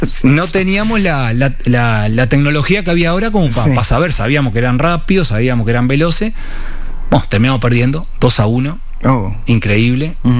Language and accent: Spanish; Montevideo, Uruguay; Nosotros nacimos en Malvin Norte.